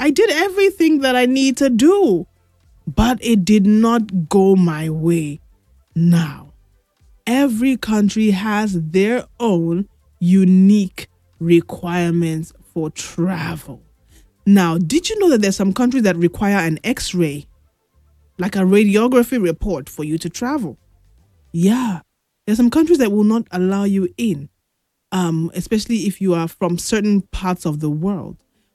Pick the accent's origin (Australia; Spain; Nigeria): Nigeria; As a Nigerian